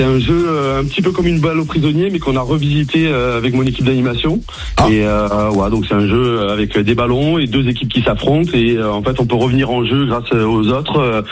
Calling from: La Colle-sur-Loup, Provence-Alpes-Côte d'Azur, France; La colle sur loup, c'est dans les Alpes-Maritimes.

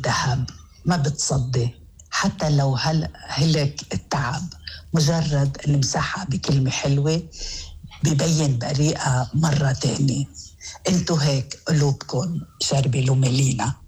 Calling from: Zahle, Beqaa, Lebanon; أنا نازلة من زحلة على بيروت،

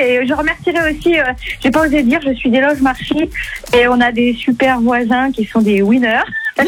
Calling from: Normandy, France; J'habite en Normandie.

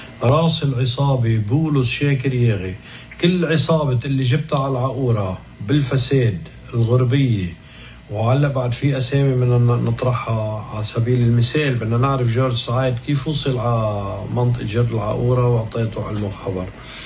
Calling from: Aqoura, Mount Lebanon, Lebanon

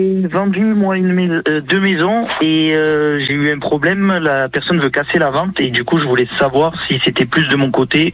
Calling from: Provence-Alpes-Côte d'Azur, France; Je suis à côté de Bolène, en dessous de Montélimar exactement.

